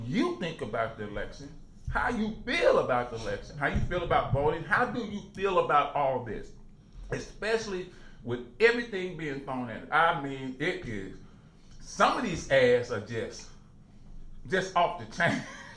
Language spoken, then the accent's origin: English; Chicago, Illinois, United States; growing up in Chicago